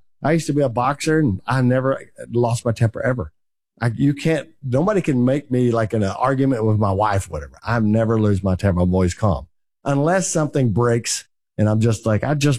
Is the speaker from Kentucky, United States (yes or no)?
no; Texas, United States; accent: Texas; my crazy Texas accent